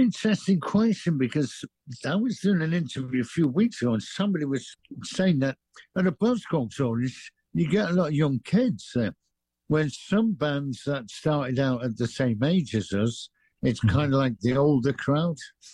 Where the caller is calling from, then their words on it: London, United Kingdom; I'm speaking from London.